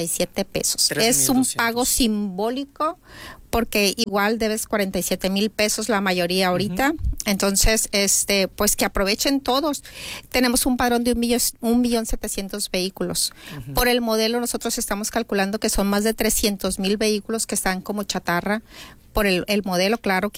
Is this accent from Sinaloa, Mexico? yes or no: yes; Sinaloa, Mexico